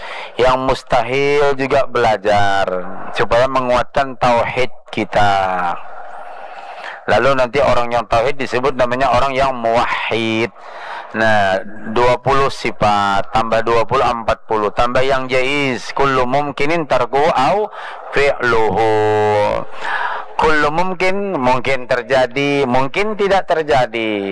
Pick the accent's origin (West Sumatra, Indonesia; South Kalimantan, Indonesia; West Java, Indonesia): South Kalimantan, Indonesia; first language Banjar; kalau bahasa kami Banjar apa itulah